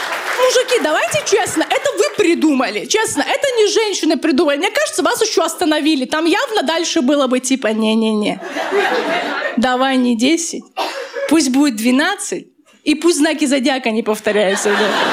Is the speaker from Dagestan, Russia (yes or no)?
yes; Dagestan, Russia; moved away as an adult; я из Дагестана родом.